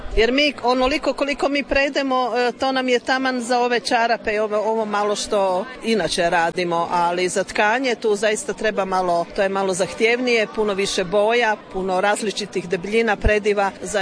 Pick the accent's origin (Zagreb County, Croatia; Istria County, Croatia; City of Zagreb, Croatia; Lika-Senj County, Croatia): Lika-Senj County, Croatia